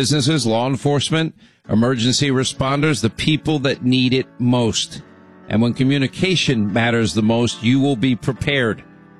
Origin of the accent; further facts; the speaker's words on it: Philadelphia, Pennsylvania, United States; accent: New York; I grew up in Philly, but I talk like a New Yorker.